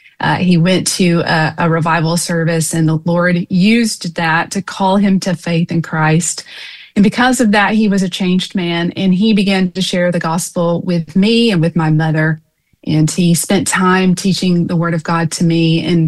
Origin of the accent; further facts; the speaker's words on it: Florence, Alabama, United States; moved away as an adult; also born or lived in Tuscumbia, Alabama; now in Birmingham, United States; I am originally from Florence, Alabama, born and raised in Florence, and then lived across the river in Tuscumbia. So North Alabama girl. I currently reside with my husband in Birmingham, Alabama